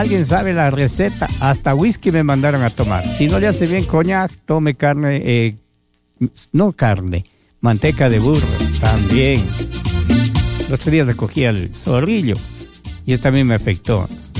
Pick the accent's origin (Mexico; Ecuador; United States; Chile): Ecuador; Ambato, Tungurahua; Saludos, don Ambate, desde Ambato, mi tierra, mi estimada.